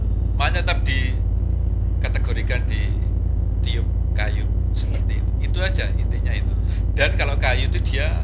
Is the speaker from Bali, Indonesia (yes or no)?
no; Yogyakarta, Special Region of Yogyakarta, Indonesia; Padahal saya orang Jogja.